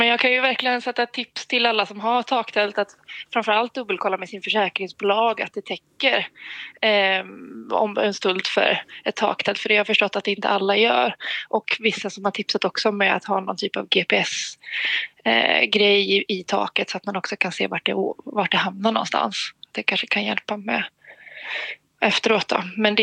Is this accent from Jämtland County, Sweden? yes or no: yes; Östersund, Jämtland County, Sweden; now in Skövde, Sweden; jag är ju uppvuxen i Östersund men bor i Skövde